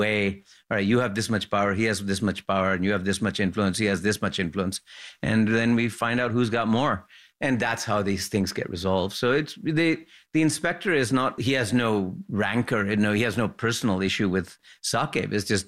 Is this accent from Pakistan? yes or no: yes; Lahore, Punjab, Pakistan; I was brought up in Lahore, and we had these, you know, wonder